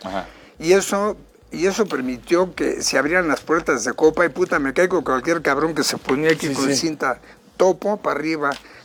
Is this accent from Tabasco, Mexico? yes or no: no; Mexico City, Mexico; somos de la Guerrero.